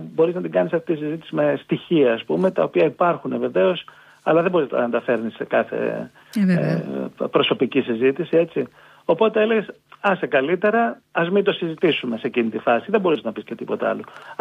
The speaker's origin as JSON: {"language": "Greek", "country": "Greece", "moved": "yes", "lives_now": "Luxembourg"}